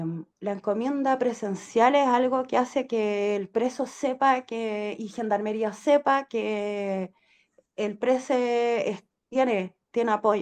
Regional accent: Chile; born there; una familia numerosa, nací en Peu, un pueblo chico con una cana en el medio del pueblo

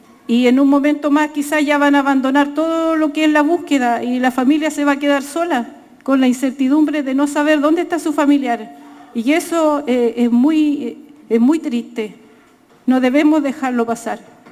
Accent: Chile; La solidaridad entre nosotros como mapuches chilenos que estamos en resistencia es lo principal para llevar adelante esto.

